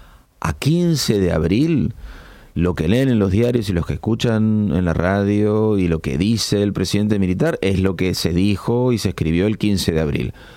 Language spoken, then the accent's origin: Spanish; Argentina